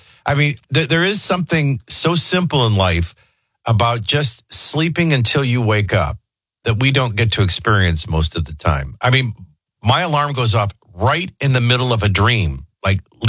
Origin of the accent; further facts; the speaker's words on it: Chicago, Illinois, United States; moved away; also born or lived in New Orleans; Listen, I was from Chicago. I moved down to New Orleans.